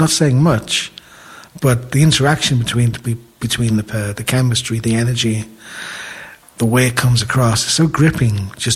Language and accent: English; Liverpool, North West England, United Kingdom; But I saw it in Liverpool, of course, in my hometown.